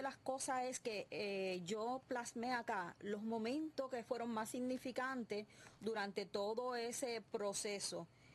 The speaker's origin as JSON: {"language": "Spanish", "country": "Dominican Republic", "tie": "born there", "moved": "yes", "said": "Por ejemplo, yo nací en la República Dominicana, soy dominicana, llevo aquí más de tres décadas acá, quiere decir que soy dominicana, pero un poquito de acá también"}